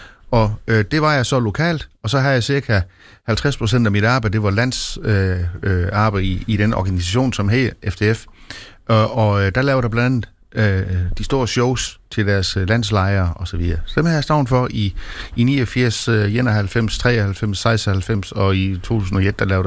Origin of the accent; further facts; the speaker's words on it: Frøslev, Region of Southern Denmark, Denmark; jeg kommer fra Frøsle, altså helt ned i Vigrens, helt ned ved Pejborg og Frøsle, så der er jeg vokset op, og min far og mor, min far han kom fra selve Frøsle by, og min mor hun kom ud fra Frøsle Mark.